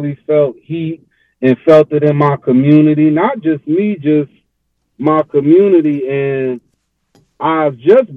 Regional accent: Detroit, Michigan, United States; also born or lived in Philadelphia; It's a combination with the way I was taught from … in Detroit, because I grew up between Detroit and Philly.

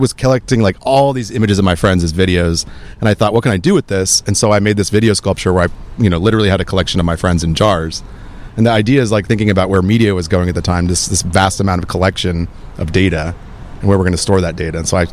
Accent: California, United States; I grew up in California.

